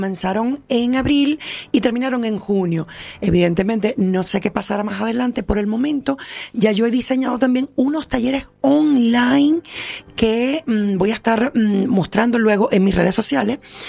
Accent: Venezuela; moved away as an adult; now in Canary Islands, Spain; yo soy venezolana y bueno, tengo las 2 nacionalidades ahora mismo.

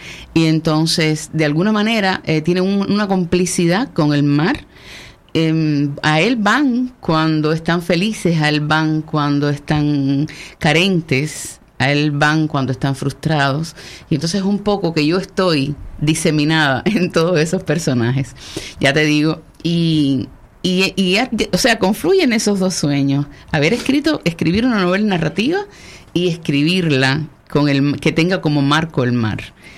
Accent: Cuba; moved away as an adult; estos 5 años que hace ya que no vivo en mi país, Cuba.

